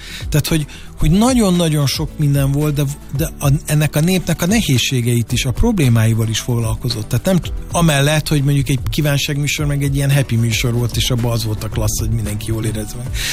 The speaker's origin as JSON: {"language": "Hungarian", "country": "Hungary", "said": "akkor én ott képviseltem Magyarországot is. Mert úgy mondták be, hogy a gitáros … from Hungary."}